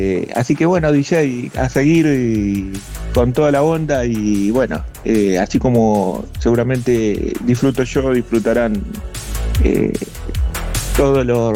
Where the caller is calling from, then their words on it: Argentina; acá en Argentina no muchas no han llegado, pero bueno. Bueno, es lindo, o sea, me encanta, a mí me encanta la música retro y soy de generación X, ya tengo 50 años